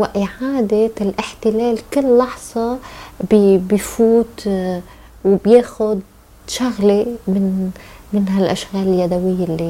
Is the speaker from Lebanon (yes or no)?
yes; Lebanon; إحنا كلبنانيين علمتنا الحرب، قد ما نقلنا بيوت إنه تصير كل بيوت بيوتنا